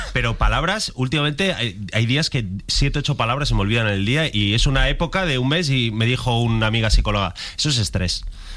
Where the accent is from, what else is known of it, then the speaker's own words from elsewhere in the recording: León, Castile and León, Spain; mi padre es de un pueblo de León, mi madre es de Astorga, mi padre en un pueblo que se llama Hospital de Órbigo, y hemos vivido siempre en León, ¿no?